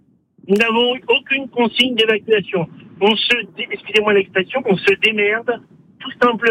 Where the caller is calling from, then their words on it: Ille-sur-Têt, Occitanie, France; moi j'habite à Y-sur-Tête depuis un mois et demi.